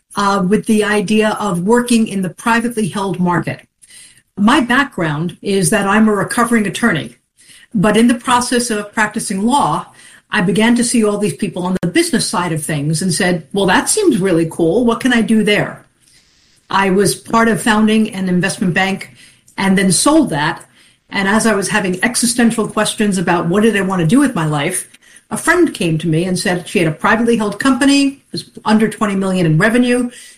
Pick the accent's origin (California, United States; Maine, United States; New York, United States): New York, United States; I'm a kid from Long Island